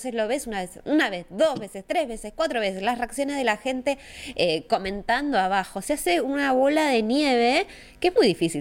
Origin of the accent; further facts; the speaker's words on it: Argentina; Somos todo eso los argentinos